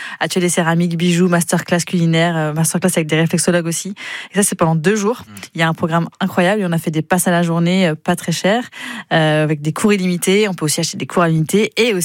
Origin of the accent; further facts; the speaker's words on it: Centre-Val de Loire, France; comme on est issu de la Touraine